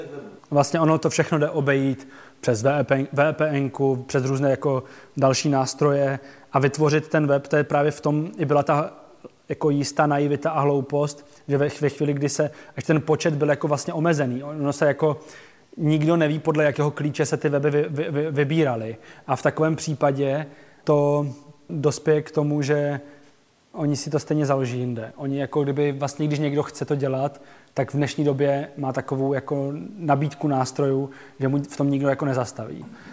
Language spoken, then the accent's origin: Czech; Ostrava, Moravian-Silesian Region, Czechia; Z Ostravy. A právě jsem jako pracoval v Praze, studoval, ale měl jsem jako velkou motivaci se vrátit domů a založit tam tu svoji redakci